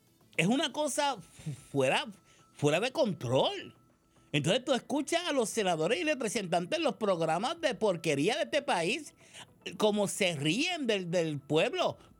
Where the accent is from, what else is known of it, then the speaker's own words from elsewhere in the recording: Puerto Rico; todos somos puertorriqueños, todos vivimos en este pedazo de tierra, todos vivimos en este archipiélago